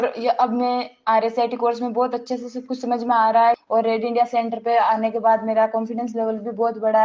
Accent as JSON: {"language": "Hindi", "town": "Ghadawali", "region": "Rajasthan", "country": "India", "tie": "born or raised there", "said": "मैं राजस्थान के बारा जिले के घड़ावली गांव की रहने वाली हूँ। मेरी उम्र 20 वर्ष है"}